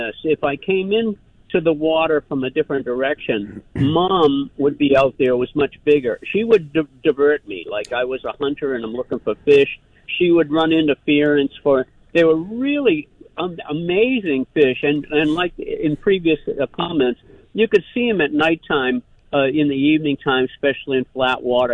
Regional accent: Killington, Vermont, United States; I'm from Killington, but I have a home up on Lake Champlain off of the west shore of Isle of Mott.

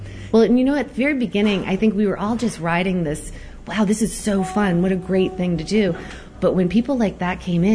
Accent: Bethel, Maine, United States; also born or lived in Boston; now in Brownfield, United States; I grew up in Bethel, Maine. And I moved away, went to school in Boston, and then ended up back. And I, back in Maine, I was living in Brownfield

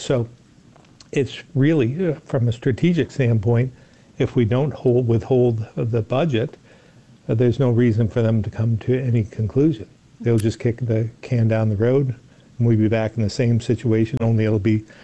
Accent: Barre, Vermont, United States; you can look at it right here in central Vermont. I grew up in Barrie, and when you look outside the window at the State House, you can see Montpelier High School

